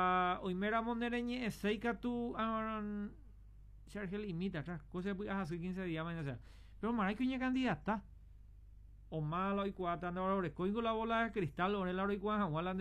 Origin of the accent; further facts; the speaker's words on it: Paraguay; somos paraguayos, con cédula de identidad